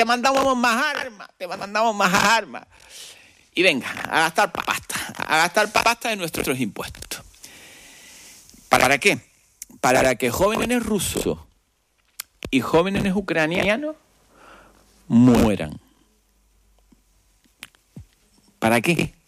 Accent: Canary Islands, Spain; yo me siento muy canario y me gusta la bandera canaria

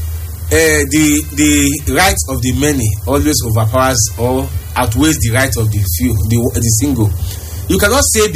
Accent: Nigeria; I grew up in this state in the 90s.

